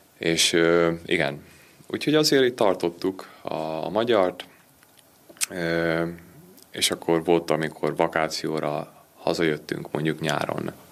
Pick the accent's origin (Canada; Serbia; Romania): Canada; Paris, Ontario; moved away as an adult; now in Hungary; az a tartomány volt, és ott többnyire angolul beszélnek. Úgyhogy mi ott laktunk, Torontótól egy óra, ahol felnőttem, egy kisebb falu. A kisebb falu az 15 ezer ember.